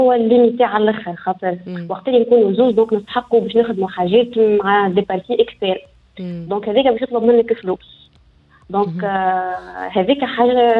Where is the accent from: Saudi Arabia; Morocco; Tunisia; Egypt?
Tunisia; ليكوسيستيم اللي عندنا في تونس